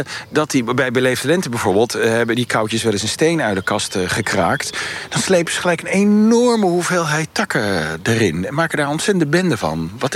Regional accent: Leiden, South Holland, Netherlands; Ik kom uit Leiden

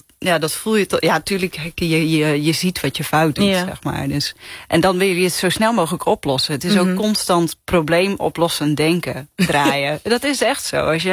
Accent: Gouda, South Holland, Netherlands; Nee, ik kom uit Gouda.

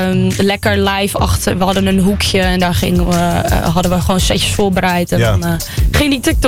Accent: Schagen, North Holland, Netherlands; Ik was nog jong, ik kon nog niet echt naar de stad. Ik kom zelfs namelijk uit Schagen.

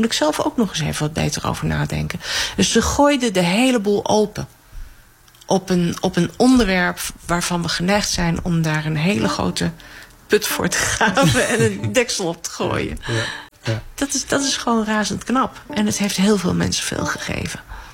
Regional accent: Harderwijk, Gelderland, Netherlands; Ik ben atheïstisch opgevoed in Harderwijk. Maar de God van Harderwijk regeerde daar als een gek.

